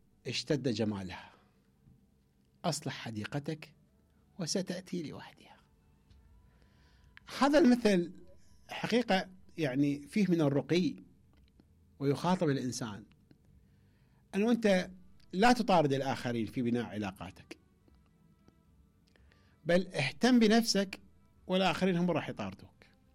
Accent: Iraq; مو لأن احنا عراقيين

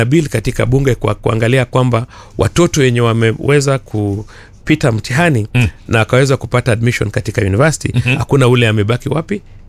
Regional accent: Siaya, Siaya County, Kenya; kule kwetu nyumbani Siaya

